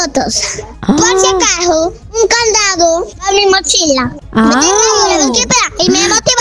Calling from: Satipo, Junín, Peru; de Satipo.

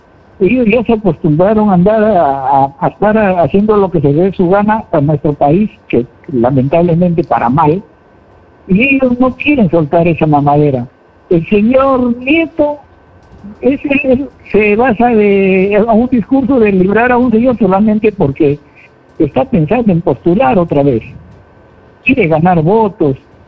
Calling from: Peru

